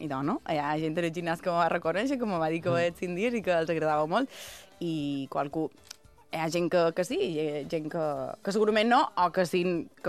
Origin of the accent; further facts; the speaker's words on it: Sencelles, Balearic Islands, Spain; moved away as an adult; now in Palma, Spain; Jo vaig néixer a Sencelles, he viscut pràcticament tota la meva vida a Sencelles, visc a Palma des de fa un poc més de 4 anys, per comoditat i perquè també m'agrada la vida a ciutat, però sí que veig que Sencelles és el meu refugi.